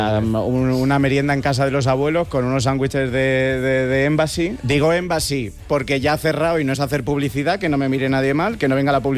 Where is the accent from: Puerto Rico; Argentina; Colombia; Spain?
Spain; Mi primer miedo es Hacienda. Evidentemente, siendo español y autónomo, no sé si tengo que explicar mucho más.